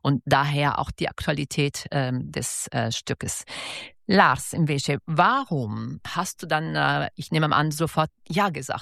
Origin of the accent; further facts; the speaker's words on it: Italy; now in Düsseldorf, Germany; als Italienerin, die ja in Düsseldorf wohnt